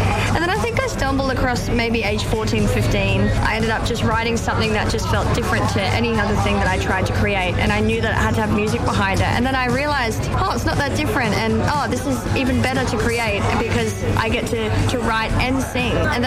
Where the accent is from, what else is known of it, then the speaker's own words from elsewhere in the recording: Australia; you see people like coming from my hometown … you know, someone like that, just taking the world by storm with country.